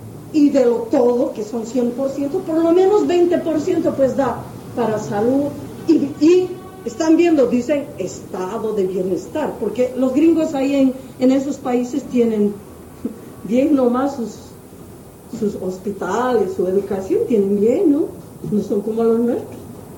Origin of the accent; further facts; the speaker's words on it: Bolivia; mi pueblo antes del 2003, antes del 2006, era un tipo de Bolivia, donde los indios, las indias, bajábamos la cabeza, donde no teníamos orgullo de nuestra lengua, de nuestro idioma, de nuestro cuerpo, de nuestro color, de nuestro tamaño